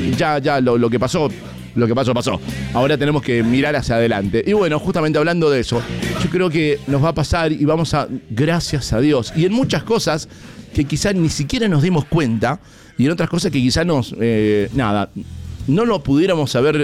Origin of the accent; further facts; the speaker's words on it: Argentina; Y como argentinos es como que siempre creemos que nos las sabemos todas.